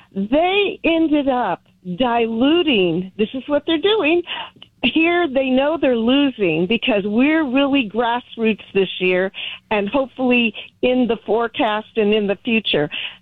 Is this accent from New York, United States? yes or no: no; Los Angeles, California, United States; I mean, I was born in East L.A. I grew up in Central L.A.